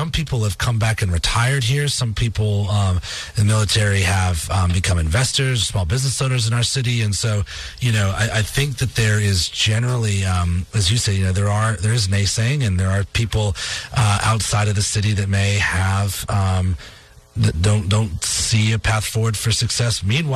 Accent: Massachusetts, United States; moved away; I talked to my sister who's back up in Massachusetts. She lives in my hometown, and she's got a million things to say about our hometown, which only has about 5,500 people.

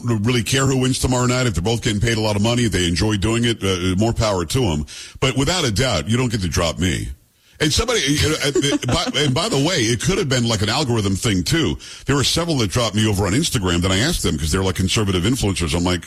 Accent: United States; That's simple to me as an American.

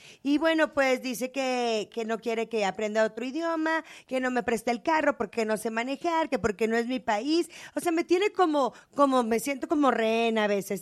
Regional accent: Mexico; now in United States; yo como mexicana que soy, llegué a este país hace muchos años

